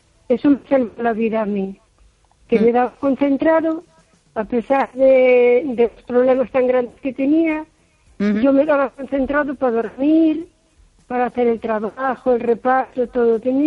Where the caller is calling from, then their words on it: O Carballiño, Galicia, Spain; de Carballiño.